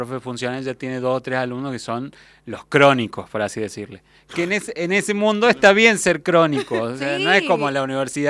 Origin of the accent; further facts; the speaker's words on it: Argentina; en esta tierra de gente que somos argentinos, futboleros y consumidores de drogas analgésicas de por sí.